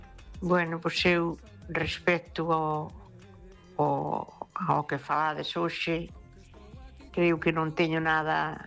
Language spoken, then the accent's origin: Galician; Ferrol, Galicia, Spain